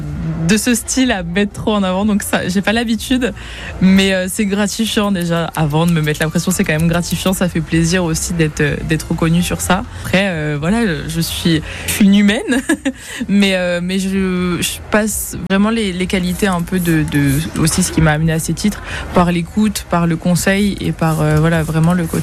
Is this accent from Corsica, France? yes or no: no; Orléans, Centre-Val de Loire, France; moved away as an adult; now in Montpellier, France; je suis d'Orléans, la base rien à voir. Centre.